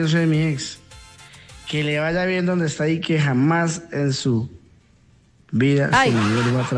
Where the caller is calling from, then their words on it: Colombia; yo soy colombiano y todo muy bonito y quiero mi tierra, ay, Colombia